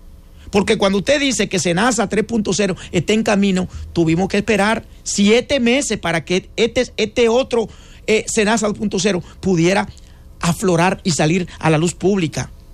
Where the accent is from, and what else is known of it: Dominican Republic